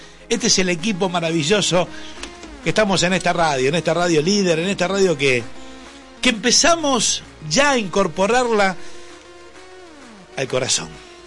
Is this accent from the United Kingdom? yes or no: no; Argentina